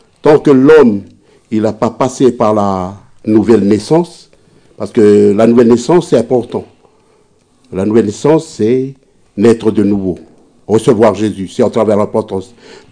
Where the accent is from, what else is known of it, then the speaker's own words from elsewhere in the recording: Maré, Loyalty Islands Province, New Caledonia; je suis de Marais. J'ai vu ma vie dans la tribu, j'ai grandi